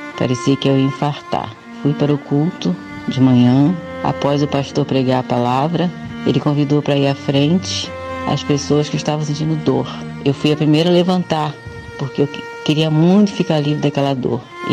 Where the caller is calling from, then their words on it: Itaboraí, Rio de Janeiro, Brazil; Eu sou daqui da cidade de Itaboraí.